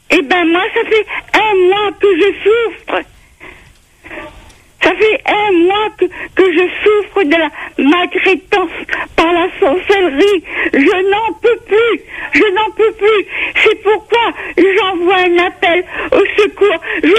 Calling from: Saint-Joseph, Réunion; À Saint-Joseph, j'habite au Vacroix.

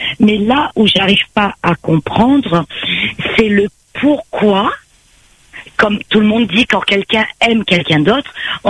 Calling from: Saint-Denis, Réunion; On habite à 20 minutes. Je suis sur Saint-Denis

